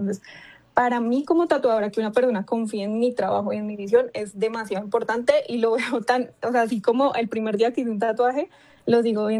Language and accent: Spanish; Colombia; now in United States; yo soy colombiana, pero vivo en Estados Unidos, entonces he podido conocer este mundo en dos países diferentes